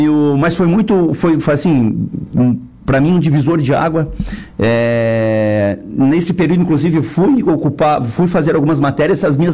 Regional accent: Siderópolis, Santa Catarina, Brazil; Então, eu sou natural lá de Siderópolis, rua João Caruso McDonald. a rua do Bar do Dico, a gente fala assim, a rua do Bar do Dico. É, morávamos lá, né?

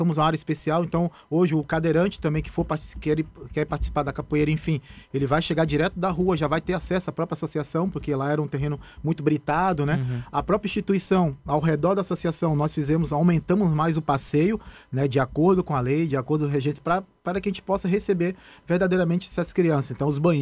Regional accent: Bahia, Brazil; eu sou natural da Bahia

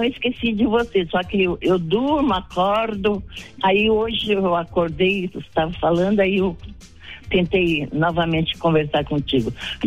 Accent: Curitiba, Paraná, Brazil; now in São Paulo, Brazil; eu sou de Curitiba. Eu que moro aqui em São Paulo agora, mas eu era de Curitiba.

